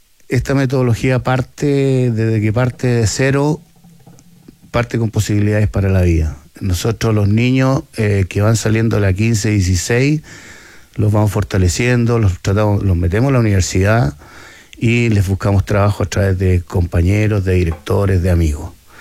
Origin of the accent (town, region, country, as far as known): Chile